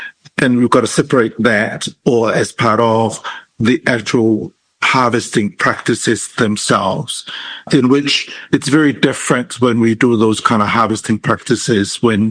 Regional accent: Utuali'i, American Samoa; I grew up in Utuali'i, right along the coast.

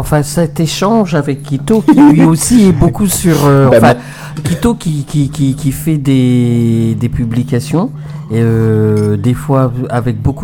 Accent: New Caledonia; cet outil de communication qui est arrivé chez nous en Kanaky

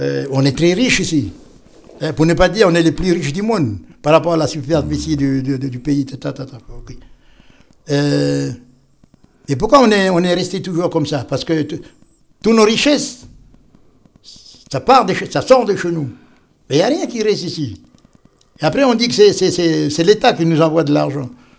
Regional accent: Saint-Louis, Senegal; Parce qu'à Saint-Louis, là où je suis, moi, je suis de Saint-Louis. On plantait le riz à Saint-Louis, quand on était tout petit, quoi, enfin 10 ans, 11 ans, on plantait le riz avec les Chinois.

